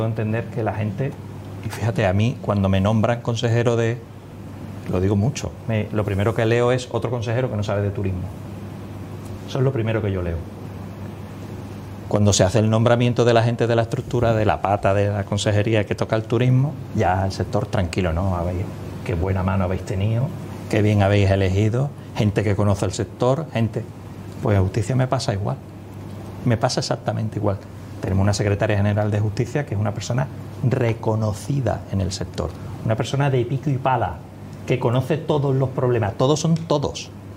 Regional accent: Cádiz, Andalusia, Spain; somos los dos gaditanos

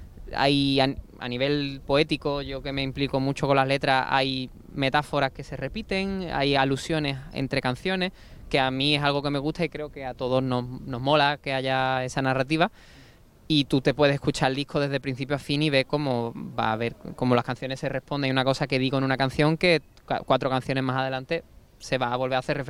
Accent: Cádiz, Andalusia, Spain; yo soy de Cádiz

